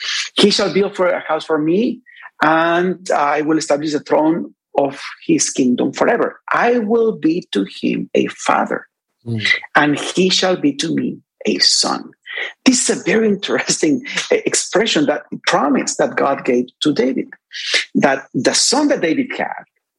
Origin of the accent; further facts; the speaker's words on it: Mexico; now in United States; I am originally from Mexico. I have been teaching in Monteverde University in Mexico also for several years. I pastored in Mexico for many years.